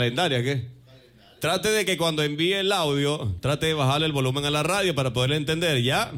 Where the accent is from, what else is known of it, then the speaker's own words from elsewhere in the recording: Coast, Ecuador; la gente de la sierra nos llama mono a los costeños.